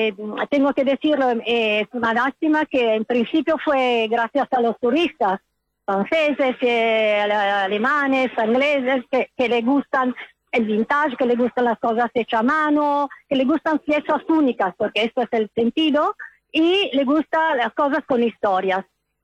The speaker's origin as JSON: {"language": "Spanish", "town": "Milan", "region": "Lombardy", "country": "Italy", "second_language": "Spanish", "moved": "as an adult", "lives_now": "Es Migjorn Gran, Spain", "said": "en mi casa, en Milán. Yo soy italiana. Cuando me mudé a Esmichorgran"}